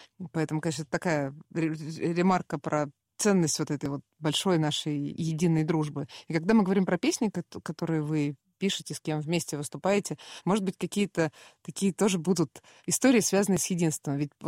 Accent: Ukraine; Ну, я здоровый детства, украинец.

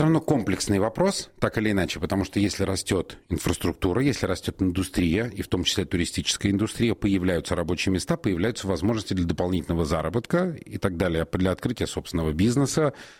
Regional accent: Moscow, Russia; я родился и вырос в Москве

